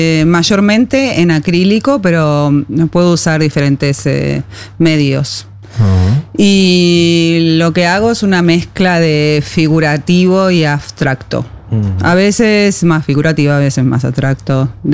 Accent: Montevideo, Uruguay; moved away as an adult; now in Norway; yo crecí en Uruguay, nací y crecí en Uruguay, me mudé a Noruega a los 29 años, 28, 29, o sea, la mayor parte de mi vida la viví allí.

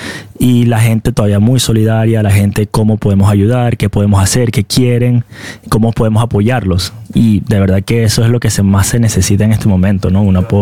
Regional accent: Venezuela; now in Norway; muy fuerte como venezolano

